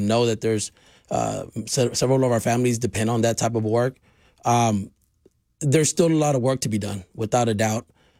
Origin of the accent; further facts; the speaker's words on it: Houston, Texas, United States; born and raised in the East End, I know it well.